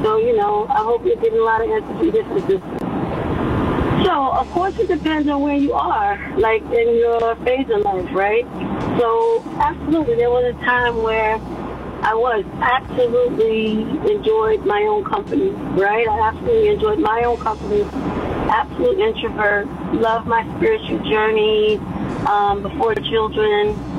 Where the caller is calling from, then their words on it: Richmond, United States; I'm calling in from Richmond.